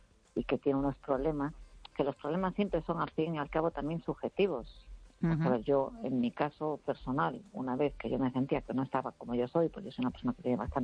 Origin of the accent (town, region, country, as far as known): Ferrol, Galicia, Spain